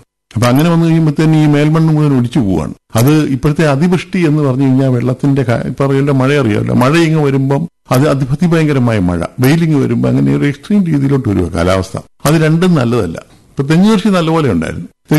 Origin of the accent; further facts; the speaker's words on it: Pala, Kerala, India; കുട്ടിക്കാലം പ്ലാശനാൽ LP സ്കൂളിലാണ് 1 മുതൽ 4 വരെ പഠിച്ചത്.